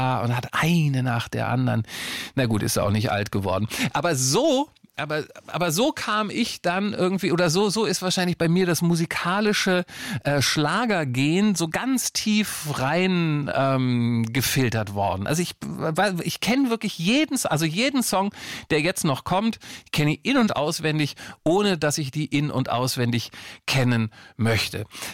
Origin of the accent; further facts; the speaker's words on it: Lower Saxony, Germany; born there; ich bin in Niedersachsen geboren worden, Ende der 60er Jahre, meine Eltern hatten kein Geld, mussten dann also so in der Woche in fremden Städten arbeiten